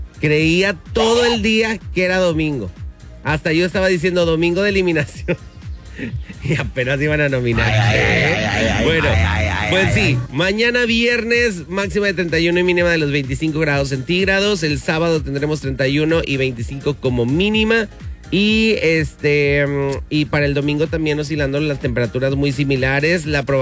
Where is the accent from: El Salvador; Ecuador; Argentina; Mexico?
Mexico; somos mexicanos